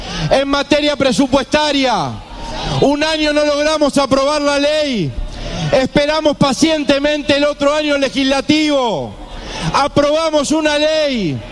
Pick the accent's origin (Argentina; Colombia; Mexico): Argentina; Quienes somos hijos de la Universidad Pública Argentina